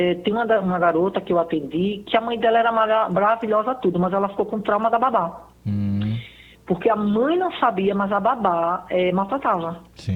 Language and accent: Portuguese; Recife, Pernambuco, Brazil; moved away as an adult; now in Gravatá, Brazil; eu sou de Recife e vim morar em Gravatá, já estou aqui há 10 anos.